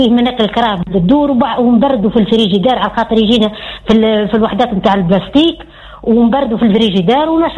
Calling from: Skhira, Sfax Governorate, Tunisia; من الصخيره

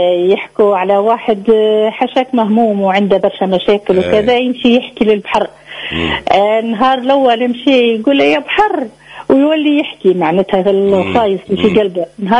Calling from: Mareth, Gabès Governorate, Tunisia; معك هنا من مارث.

